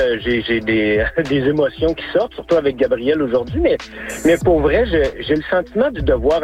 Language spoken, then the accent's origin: French; Quebec, Canada; born there; now in Saguenay-Lac-Saint-Jean, Canada; J'ai vu, tu sais, j'ai travaillé longtemps en Abitibi, dans ma région natale.